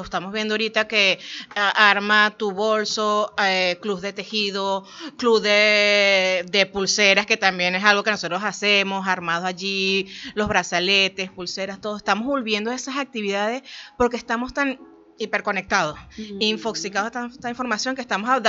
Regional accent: Venezuela; moved away as an adult; also born or lived in Colombia; Yo estuve un año fuera de Colombia. y allá buscando qué hacer, como todos venezolanos que estamos afuera.

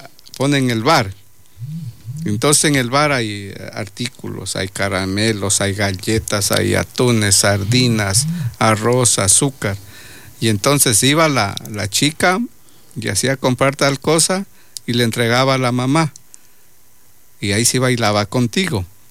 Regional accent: Loja, Ecuador; Nosotros en Loja decimos cuando bien vestido, bien togado.

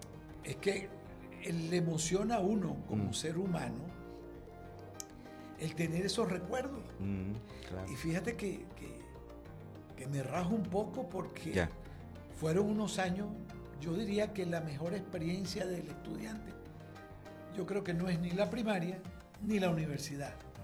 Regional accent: Caracas, Capital District, Venezuela; born there; Yo soy egresado de Fe y Alegría en Caracas.

